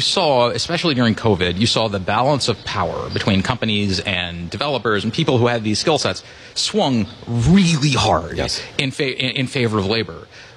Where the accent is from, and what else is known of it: Rockville, Maryland, United States; born or raised there